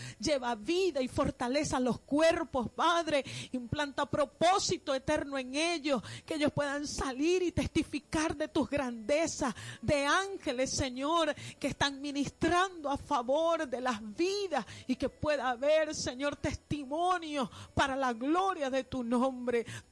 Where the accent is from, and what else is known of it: Venezuela